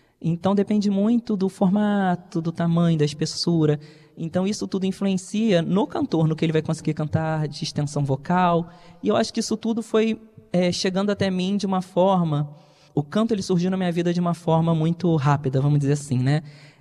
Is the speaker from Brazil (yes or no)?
yes; Rio de Janeiro, Brazil; eu sou da região do Vale do Café, eu estava participando do festival